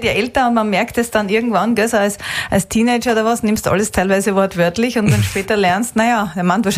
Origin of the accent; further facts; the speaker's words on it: Graz, Styria, Austria; ich bin doch aus Graz, gell? Also Österreicherin, aber es kommt wahrscheinlich von der sehr hochdeutschen Aussprache im Gesang, nehme ich an, dass das manche denken.